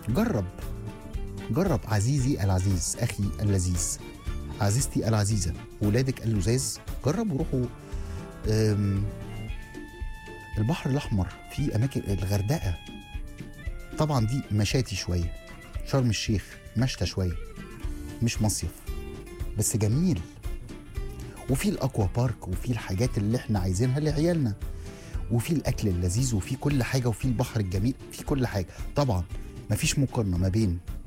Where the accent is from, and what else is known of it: Egypt